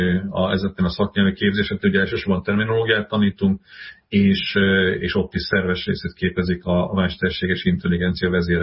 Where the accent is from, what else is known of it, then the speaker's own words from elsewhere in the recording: Southern Slovakia, Slovakia; now in Hungary; És ugye én felvidéki származású vagyok, tehát én azért ismerek több szláv nyelvet, hiszen olyan környezetben nőttem fel